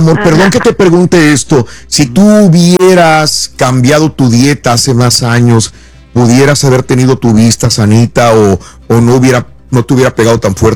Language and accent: Spanish; Mexico; moved away